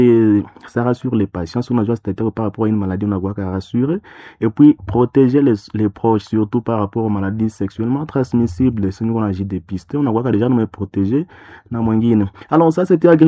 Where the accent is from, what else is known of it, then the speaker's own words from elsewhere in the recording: DR Congo; chez nous, en RDC en particulier.